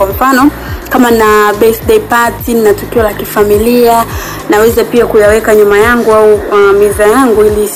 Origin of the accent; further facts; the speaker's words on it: Temeke, Dar es Salaam, Tanzania; natokea Temeke.